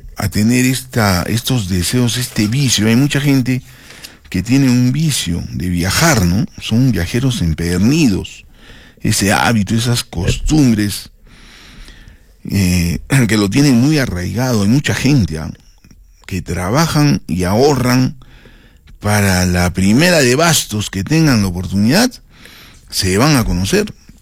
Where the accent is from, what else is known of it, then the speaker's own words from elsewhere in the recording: Arequipa, Peru; los que somos arequipeños